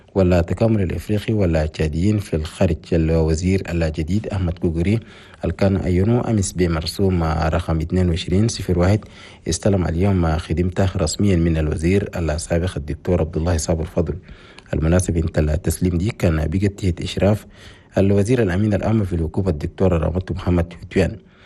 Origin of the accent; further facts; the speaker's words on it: Chad; في بلدنا تشاد